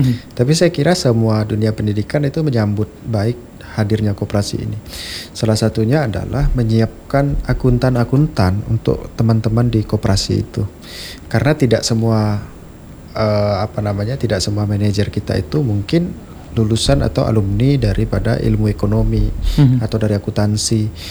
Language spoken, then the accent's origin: Indonesian; West Kalimantan, Indonesia; Di kampung saya di pedalaman Kabupaten Melawi sana